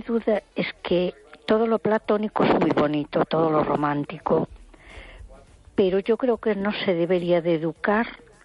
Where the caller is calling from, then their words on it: A Coruña, Galicia, Spain; de Coruña.